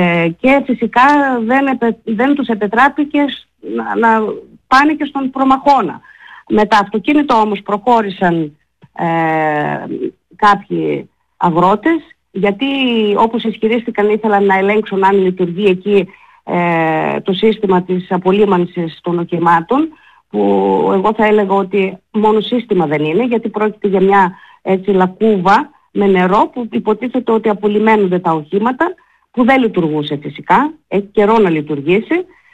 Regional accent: Eastern Macedonia and Thrace, Greece; Και εγώ είμαι Θρακιώτισσα, κατάγομαι από τη Θράκη.

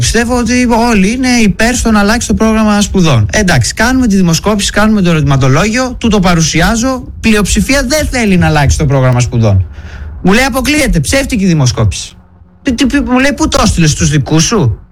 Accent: Thessaloniki, Central Macedonia, Greece; Θεσσαλονίκη.

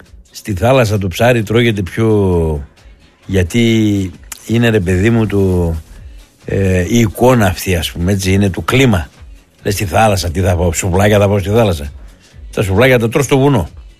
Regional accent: Thessaloniki, Central Macedonia, Greece; Δηλαδή, άμα το μάθει το παιδί από πού είστε και πού είμαι από τη Θεσσαλονίκη

